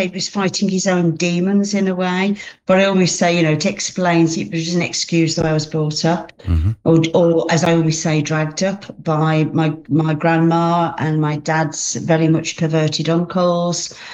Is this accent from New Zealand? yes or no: no; Walsall, West Midlands, United Kingdom; accent: Black Country; now in Hednesford, United Kingdom; So I grew up in Warsaw, which is very much sort of the middle of the Black Country.